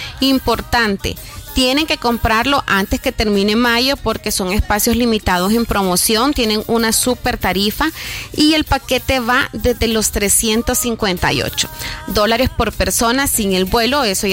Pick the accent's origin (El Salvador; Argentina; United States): El Salvador; como salvadoreños solamente necesitamos nuestro pasaporte vigente